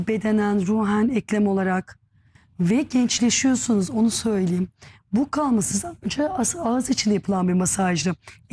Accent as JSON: {"language": "Turkish", "region": "Manisa", "country": "Turkey", "said": "Bir Manisalı olarak söyleyeyim."}